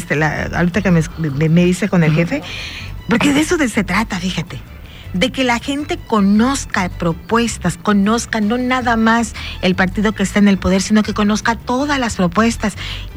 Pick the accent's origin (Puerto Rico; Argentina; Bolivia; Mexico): Mexico; porque soy mexicana